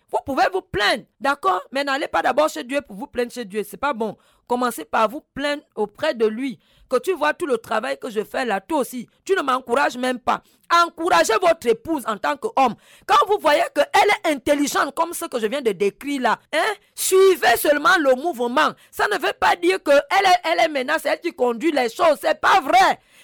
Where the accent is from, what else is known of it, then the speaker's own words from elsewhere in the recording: Gabon; moved away; chez moi au Gabon